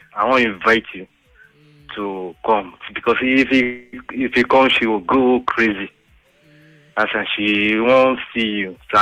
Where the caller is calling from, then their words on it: Lagos, Nigeria; From Lagos.